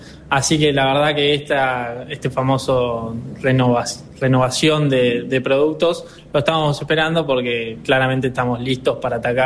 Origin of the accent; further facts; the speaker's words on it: Mar del Plata, Buenos Aires Province, Argentina; moved away as an adult; now in Córdoba, Argentina; Soy nacido y criado en Mar del Plata, tengo 24 años